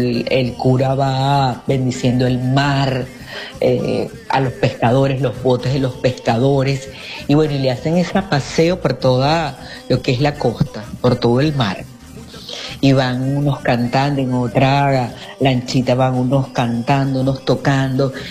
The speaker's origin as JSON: {"language": "Spanish", "town": "Boca del Río", "region": "Nueva Esparta", "country": "Venezuela", "tie": "born or raised there", "said": "Yo tuve la oportunidad de allá en mi pueblito, en Boca del Río, Península de Macaná, cuando viví, de vivir esta fe religiosa que se vive en los pueblos."}